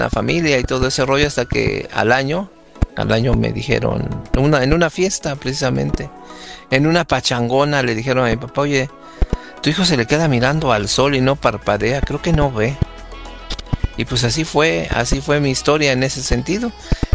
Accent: Córdoba, Veracruz, Mexico; born there

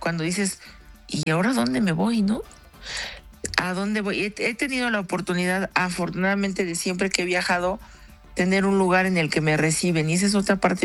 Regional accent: Mexico; pues yo la verdad es que soy de México

